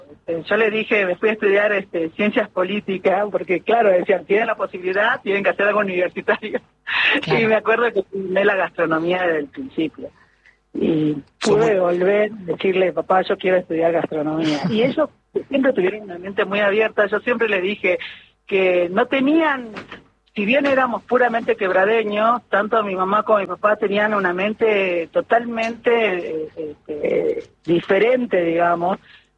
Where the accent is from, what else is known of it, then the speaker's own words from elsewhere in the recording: Tilcara, Jujuy, Argentina; also born or lived in Buenos Aires / France; En realidad yo salí de Tilcara a estudiar, estuve estudiando en Buenos Aires, después hice una especialización en Francia, pero siempre volví a la tierra.